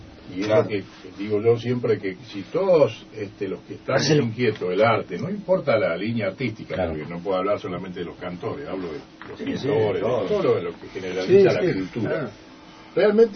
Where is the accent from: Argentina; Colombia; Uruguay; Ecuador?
Argentina; Todos somos argentinos, es un hecho.